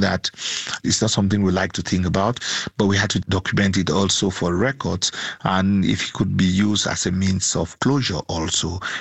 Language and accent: English; Mekelle, Tigray, Ethiopia; English is a second language; from Magala.